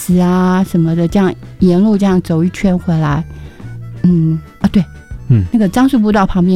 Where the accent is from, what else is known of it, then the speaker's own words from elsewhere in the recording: Taipei, Taiwan; 出生在台北。